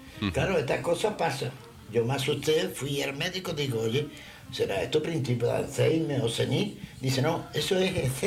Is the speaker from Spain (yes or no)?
yes; Cádiz, Andalusia, Spain